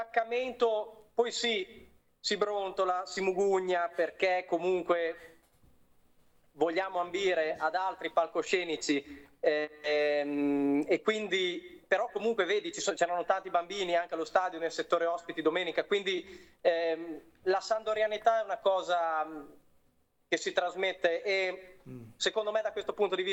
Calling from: Bologna, Emilia-Romagna, Italy; io sono di Bologna

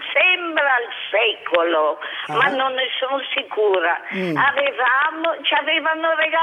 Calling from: Genoa, Liguria, Italy; Sono da Nervi.

